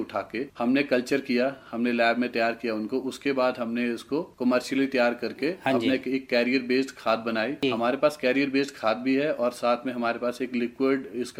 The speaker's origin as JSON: {"language": "Hindi", "town": "Panchrukhi", "region": "Himachal Pradesh", "country": "India", "said": "और मैं पंचरुखी ब्याड़ा से हूँ।"}